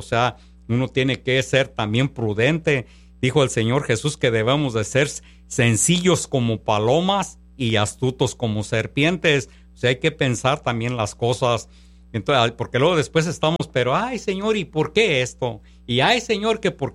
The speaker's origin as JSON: {"language": "Spanish", "town": "Panindícuaro", "region": "Michoacán", "country": "Mexico", "tie": "born or raised there", "said": "Hermanos, yo soy de Michoacán, de Panindícuaro, Michoacán"}